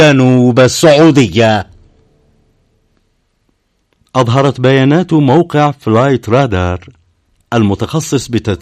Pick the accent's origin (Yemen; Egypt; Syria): Yemen; بلادنا اليمن